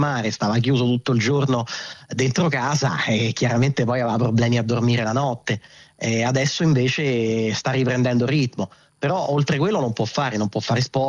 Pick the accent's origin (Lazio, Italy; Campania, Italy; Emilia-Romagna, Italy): Lazio, Italy; Rome; Noi siamo di Roma, siamo gli unici di Roma